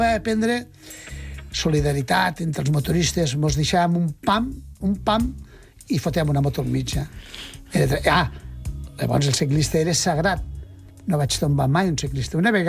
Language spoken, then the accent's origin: Catalan; Catalonia, Spain; com a bon català